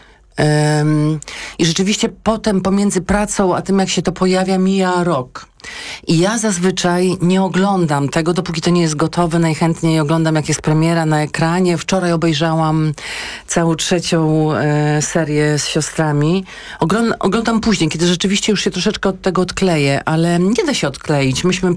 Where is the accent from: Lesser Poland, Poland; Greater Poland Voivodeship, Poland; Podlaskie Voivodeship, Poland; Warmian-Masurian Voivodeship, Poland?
Podlaskie Voivodeship, Poland; Białystok; stadion Jagiellonii Białystok, mojego rodzinnego miasta